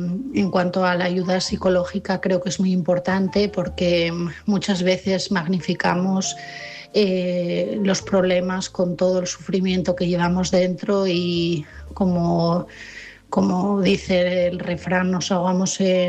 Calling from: Asturias, Spain; de Asturias

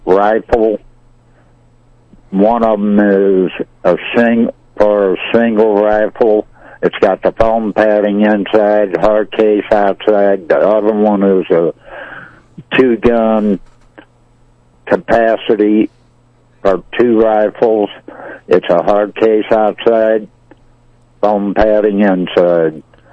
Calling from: Marshall, Missouri, United States; from Marshall.

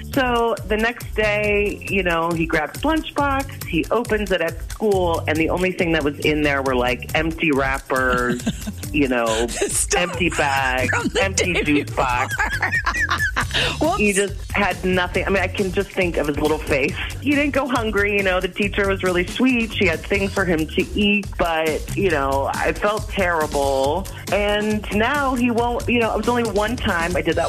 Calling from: Watertown, Wisconsin, United States; I'm from Watertown.

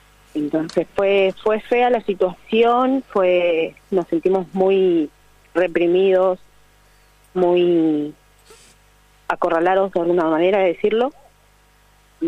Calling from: Buenos Aires, Argentina; nosotros somos de la Villa 21, 24

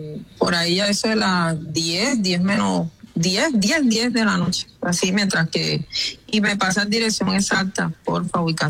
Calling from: Barranquilla, Atlántico, Colombia; en mi casa, en el barrio, este es Betania.

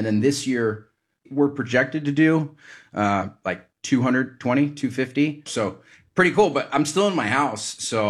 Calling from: Cardiff by the Sea, California, United States

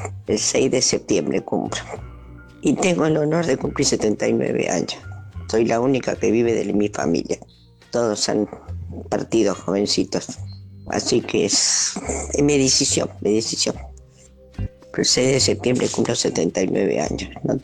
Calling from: Lomas de Zamora, Buenos Aires Province, Argentina; de Loma de Zamora.

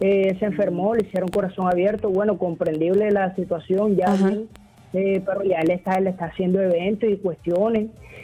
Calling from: Soledad, Atlántico, Colombia; de la ciudad de Barranquilla, municipio Soledad.

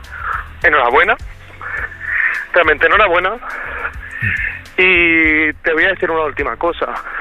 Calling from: Madrid, Community of Madrid, Spain; Soy corresponsal de Madrid

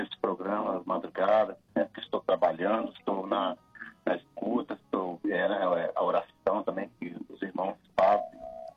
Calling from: Espírito Santo, Brazil

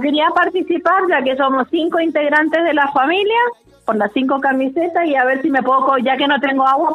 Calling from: Godoy Cruz, Mendoza, Argentina; de Godoy Cruz.

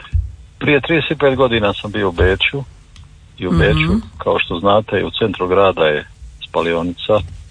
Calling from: Zagreb, City of Zagreb, Croatia; kod nas gore na Sljemenu

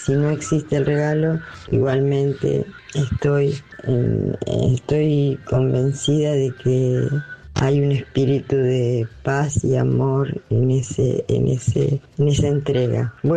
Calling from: La Plata, Buenos Aires Province, Argentina; desde La Plata ahora.

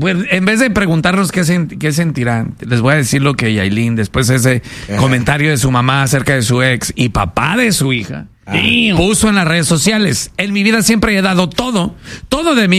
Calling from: Ciudad Obregón, Sonora, Mexico; allá en Obregón, Sonora, de donde soy yo.

